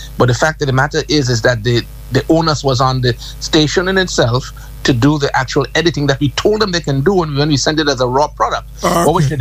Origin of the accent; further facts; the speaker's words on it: Grenada; We're doing that because we're from Grenada.